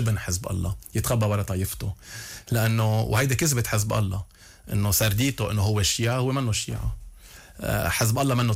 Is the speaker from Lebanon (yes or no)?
yes; Lebanon; أنا كلبناني افتخرت إني لبناني،